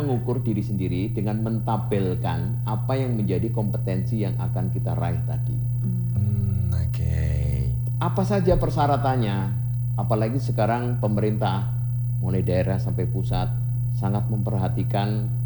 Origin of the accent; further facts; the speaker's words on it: Surakarta, Central Java, Indonesia; Kita harus bangga sebagai wong Solo, Solo Raya. Kita bangga sebagai masyarakat Jawa Tengah